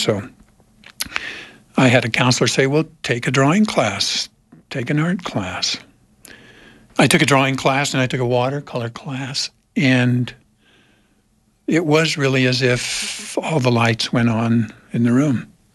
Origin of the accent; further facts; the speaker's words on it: Western United States, United States; I was born in Mesquite, Nevada. Oh, wow. And kind of grew up living in small towns throughout the West.